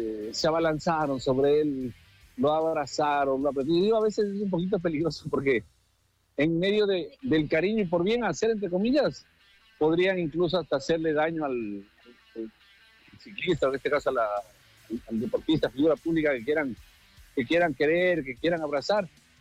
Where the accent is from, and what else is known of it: Ecuador